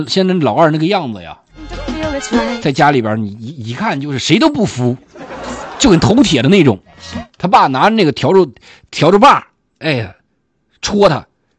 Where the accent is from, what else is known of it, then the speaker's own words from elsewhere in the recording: Shandong, China; 可能山东人这个口味，哎，跟其他地方的口味它不太一样